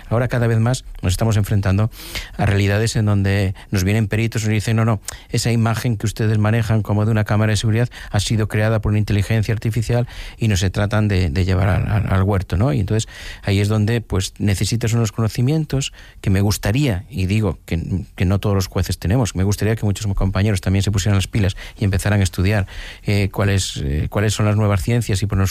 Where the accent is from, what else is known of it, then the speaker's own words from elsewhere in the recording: Galicia, Spain; Yo soy gallego, aquí cualquier anciano de cualquier anciana de mi pueblo te dice enseguida lo que tienes según lo que haces.